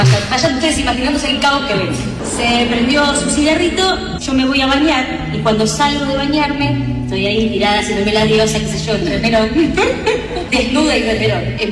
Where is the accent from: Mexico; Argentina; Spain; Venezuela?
Argentina; Muy generosa como buena argentina.